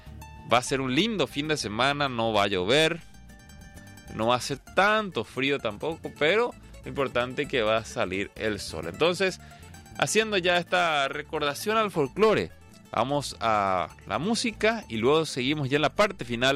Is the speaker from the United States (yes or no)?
no; Paraguay; yo soy paraguayo.